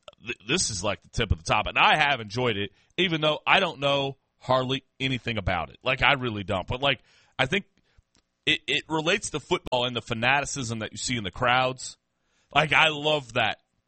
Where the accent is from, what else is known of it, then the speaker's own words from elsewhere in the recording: United States; I'm an American too